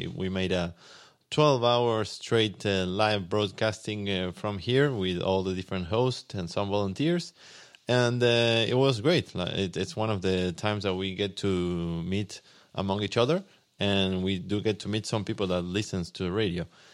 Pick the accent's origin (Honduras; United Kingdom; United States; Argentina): Argentina; now in Penticton, Canada; that was mostly through Argentina, my home country